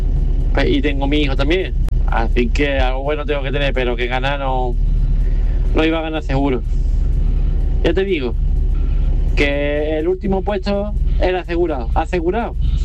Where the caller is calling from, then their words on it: Los Barrios, Andalusia, Spain; de los Barrios.